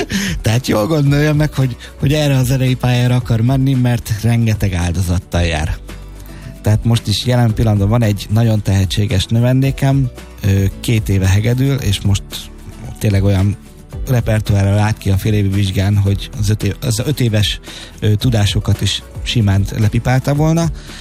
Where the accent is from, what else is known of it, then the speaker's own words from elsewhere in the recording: Hungary; Tehát én büszke vagyok arra, hogy magyar vagyok, büszke vagyok arra, hogy hegedűművész vagyok, és hogy itt vagyok a világ másik végén